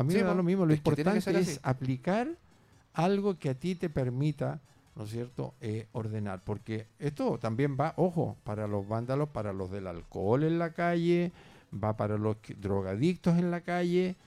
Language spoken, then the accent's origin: Spanish; Chile; now in San Fernando, Chile; Todos los chilenos queremos trabajar en paz.